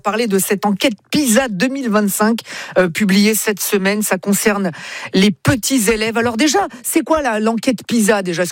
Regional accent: Italy; Moi, je suis italien, moi. Je parle avec les mains, moi, tu le sais bien.

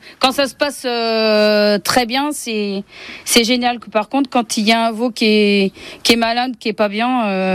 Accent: Mayenne, Pays de la Loire, France; Le primaire, c'était la Baconnière. Après le collège, j'ai été à Ernée. Et après, j'ai fait mes études bac pro agricole à Laval

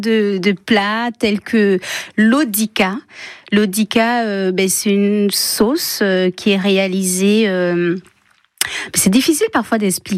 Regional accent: Gabon; now in Limousin, France

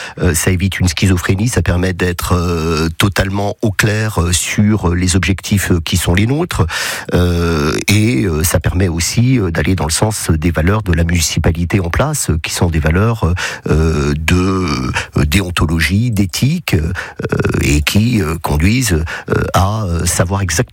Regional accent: Saint-Étienne, Auvergne-Rhône-Alpes, France; born there; moi, je suis stéphanois, je vis à Saint-Étienne, j'y suis né.

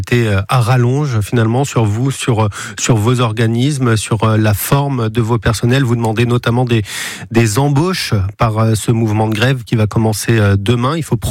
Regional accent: France

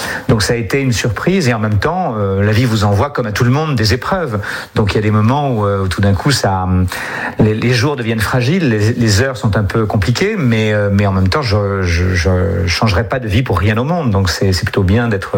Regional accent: Lamérac, Nouvelle-Aquitaine, France; also born or lived in Barbezieux; je suis né à Barbezieux et puis très vite nous avons déménagé à 6 km de là, dans un petit village de 160 âmes qui s'appelle Lamérac, et où il y avait effectivement une église, une école et la mairie, pour tout vous dire, et à peu près rien d'autre, et une supérette ambulante qui passait tous les deux jours.

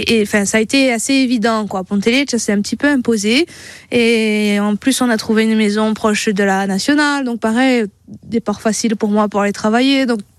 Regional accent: Corsica, France; Moi, je suis originaire de Lugne. Toute ma famille est en Balagne, entre Lugne, Moncal, Calenzane, Calvi.

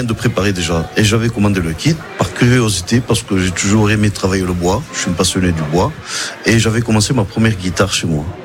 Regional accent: Reims, Grand Est, France; born there; Je suis né à Reims, oui.

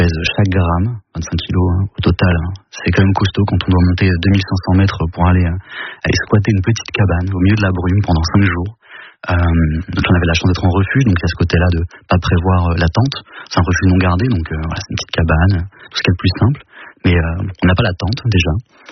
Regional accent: Roubaix, Hauts-de-France, France; j'ai grandi à Roubaix, à M.

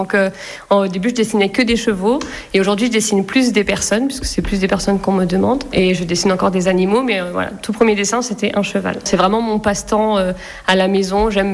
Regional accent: Grand Est, France; moved away as an adult; now in Landes, France; J'ai grandi donc dans l'Aube, le 10 précisément, où j'ai fait mes études donc dans diverses écoles. J'ai grandi entourée de mes 3 frères

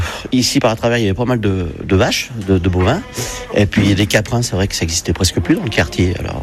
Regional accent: Saint-Savin, Auvergne-Rhône-Alpes, France; Alors, j'espère vieillir dans ma terre natale. Ouais. C'est pour ça que j'ai jamais voulu quitter Saint-Savin.

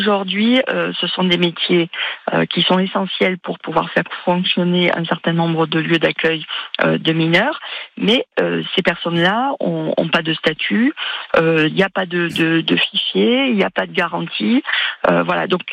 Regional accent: Occitanie, France; j'ai regardé rapidement les images, y compris chez moi en Lozère

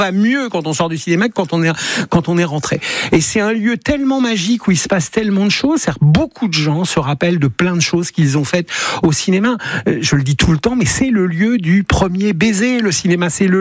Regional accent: Elbeuf, Normandy, France; Je n'ai jamais bougé d'Elbeuf. J'ai toujours habité Elbeuf. Je suis né à Elbeuf, j'ai fait mes études à Elbeuf.

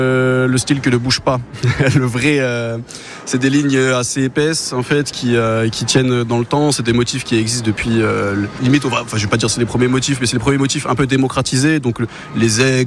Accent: Metz, Grand Est, France; Alors bonjour, du coup c'est l'ASDEF et je viens de Metz.

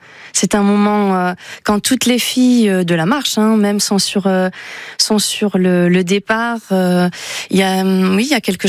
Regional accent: France; je suis originaire de Garassi

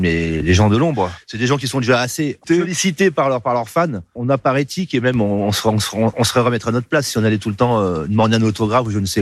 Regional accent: Orléans, Centre-Val de Loire, France; puisque je suis d'Orléans. Mais sinon, ça peut se faire aussi au Stade de France. Je fréquente pas mal le milieu orléanais de la musique

